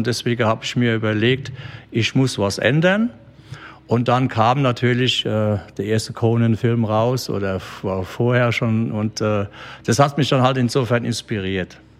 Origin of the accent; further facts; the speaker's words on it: Kaiserslautern, Rhineland-Palatinate, Germany; moved away as an adult; now in Geinsheim, Germany; Alter auch wichtig, 64 Jahre alt. Ich komme ursprünglich aus Kaiserslautern, wohne jetzt schon über 22 Jahre in Geinsheim